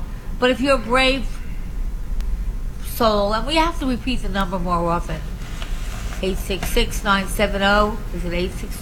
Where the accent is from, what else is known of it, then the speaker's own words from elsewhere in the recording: Long Island, New York, United States; I came from Long Island. It was easy there to rent. When I went to the city, it was a whole to-do.